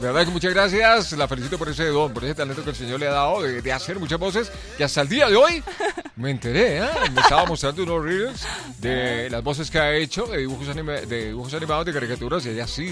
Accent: Colombia; Esos somos los colombianos, ¿saben? ¿Eh? Esos somos los colombianos.

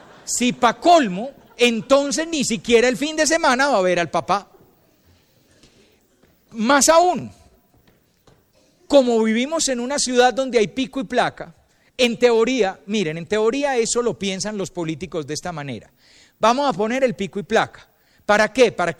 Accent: Colombia; vos sos colombiano, yo también.

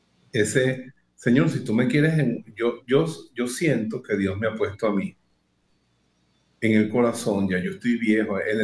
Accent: Venezuela; moved away; also born or lived in La Ceja, Antioquia, Colombia / Spain

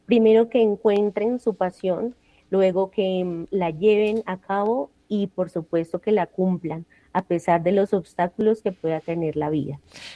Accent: Bogotá, Bogotá Capital District, Colombia; Estoy en Bogotá. Sí, llevo toda mi vida, soy bogotanita

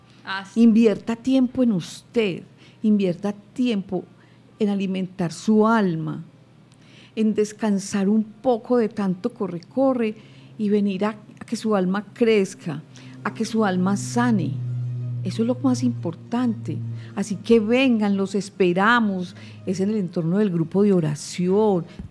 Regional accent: Colombia

